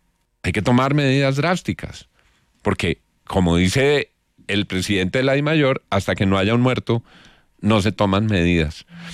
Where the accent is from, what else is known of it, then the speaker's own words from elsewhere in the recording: Colombia; Siente uno como colombiano una gran desazón